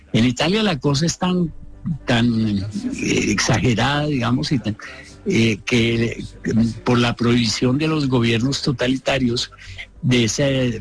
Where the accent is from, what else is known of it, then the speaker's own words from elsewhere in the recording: Andalusia, Spain; accent: Andalusian; que era oír al teniente Columbo y a Gandhi hablando el andaluz, eso era muy poco creíble. Nosotros tenemos un acento muy, muy versátil, ¿no? Muy maleable.